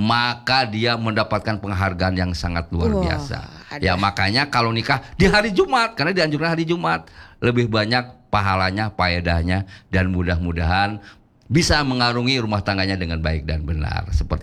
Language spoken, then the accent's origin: Indonesian; Subang, West Java, Indonesia; also born or lived in Bandung; Dulu saya waktu SMP sekolah di Subang, Pak Kasmo, di Kecamatan Jalan Cagak, di SMP Jalan Cagak. Karena orang tua saya pada saat itu bekerja di perkebunan Ciater. Jadi perkebunan Ciater, sekolah SD-nya di Ciater di Subang, SMP-nya di Jalan Cagak Subang.